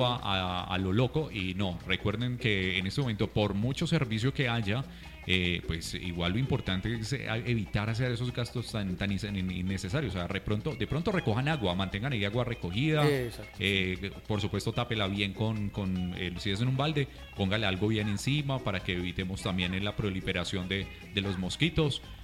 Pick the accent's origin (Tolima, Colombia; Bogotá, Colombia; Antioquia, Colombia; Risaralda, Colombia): Risaralda, Colombia; Pereira; así somos, pereiranos, sentimos nuestra ciudad, sentimos nuestra región